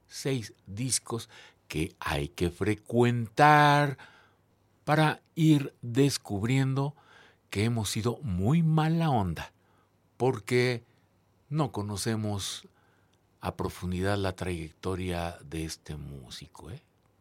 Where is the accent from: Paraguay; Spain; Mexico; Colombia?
Mexico